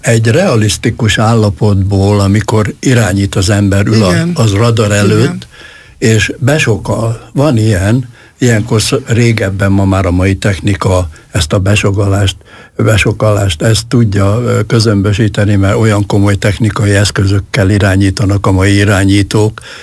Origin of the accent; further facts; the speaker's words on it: Zala, Hungary; Igen, faluhelyen nevelkedtem, mert bennünket kiraktak annak idején az illetékesek. Hortobágyon már nem volt hely, úgyhogy Göcsejbe, egy kis zsákfaluba, erdő szélére, és ott a parasztemberek világában kerültem én nagyon közel az Istenhez